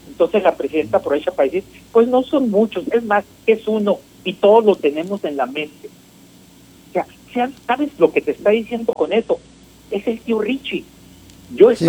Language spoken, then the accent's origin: Spanish; Mexico; está ligado al asunto que nos debería tener muy ocupados como mexicanos